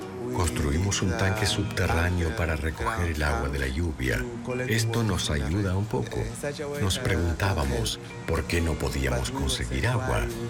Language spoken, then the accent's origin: Spanish; Cerro de Pasco, Pasco, Peru; born there; Nací en Cerro de Pasco. Es una ciudad a 4.318 metros sobre el nivel del mar. Hace mucho frío.